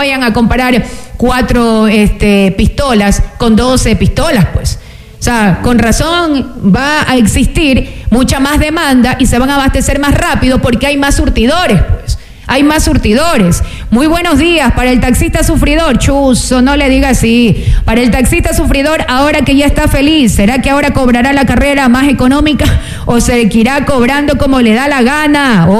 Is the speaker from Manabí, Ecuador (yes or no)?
no; Santa Elena, Ecuador; Así somos los ecuatorianos, somos los peninsulares.